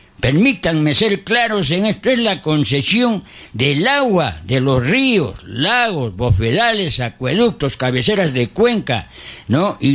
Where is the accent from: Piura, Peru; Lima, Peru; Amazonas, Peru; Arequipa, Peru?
Arequipa, Peru; nosotros, como arequipeños